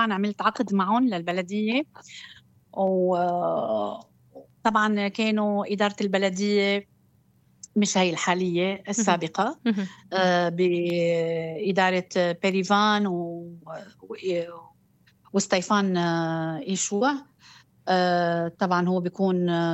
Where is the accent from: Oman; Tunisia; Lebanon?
Lebanon; طبعا أنا من لبنان، ونحن بلبنان كما ما بتعرفوا يعني أنه عنا كتير شلترات